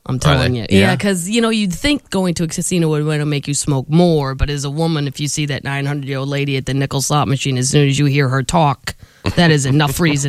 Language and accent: English; Missouri, United States; Did you see in Newsweek that Missouri, I don't want to brag, but my home state is number one in crystal meth labs.